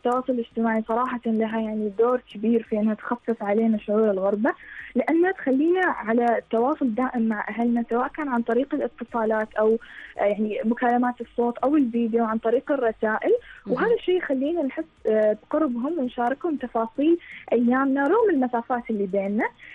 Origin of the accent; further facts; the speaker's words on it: Oman; moved away as an adult; now in United Kingdom; إحنا من عمان